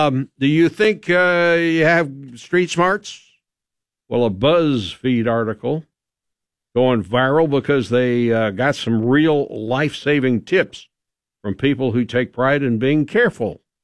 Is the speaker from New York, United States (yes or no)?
no; Lexington, Kentucky, United States; born or raised there